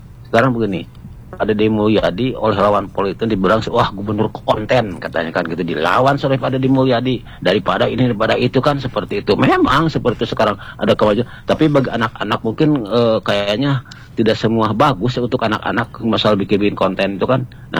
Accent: West Java, Indonesia; Saya dari Jawa Barat, kebetulan anak buah KDM di sini ya.

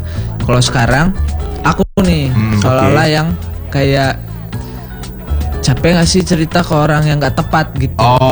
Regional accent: Takengon, Aceh, Indonesia; Teman-teman tongkrongan yang ada di Takengon, yang di kampungku.

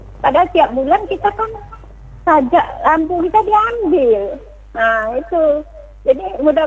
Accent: Indonesia; Dulu waktu saya masih kecil-kecil dulu Mbak Erita, ada di sebelah rumah saya di Kampung Jawa

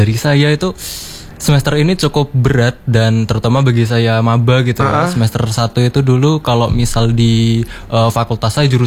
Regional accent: Banyuwangi, East Java, Indonesia; Saya dari Banyuwangi.

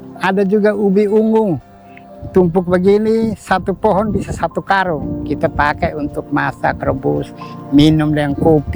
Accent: Kefamenanu, East Nusa Tenggara, Indonesia; Jadi kami kebetulan ya dari Kefa datang, kami tidak punya lahan apa-apa, sementara kami punya ya keluarga bersaudara yang pendatang ini

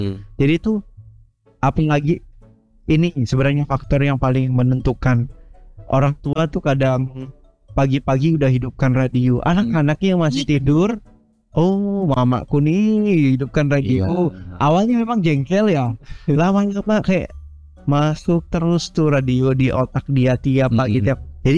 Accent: West Kalimantan, Indonesia; Kan karena kami hidup di perbatasan ya. Kalau aku di kampung Sontas, suku Dayak Bidayu

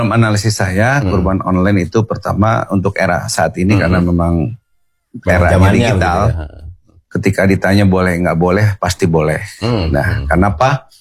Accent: Cirebon, West Java, Indonesia; saya orang Cirebon

